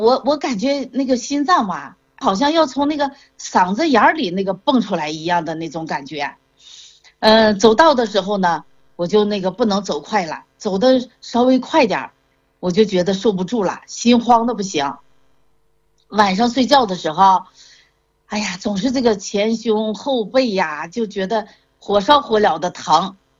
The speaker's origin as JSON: {"language": "Chinese", "town": "Jinghai", "region": "Tianjin", "country": "China", "said": "我是那天津静海的"}